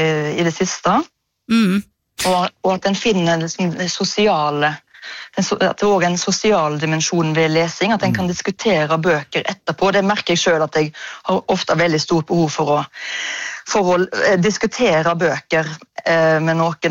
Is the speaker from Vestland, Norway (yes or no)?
yes; Ølen, Vestland, Norway; far min fra Nord-Norge, så hver sommer så pakket foreldrene mine I bilen, og så kjørte vi til Mosjøen fra Ølen, der jeg vokste opp